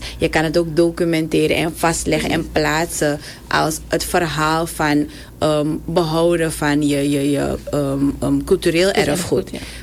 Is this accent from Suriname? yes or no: yes; Suriname; En daarom vind ik het ook heel belangrijk dat wij als Surinamers die taal ook hoog houden.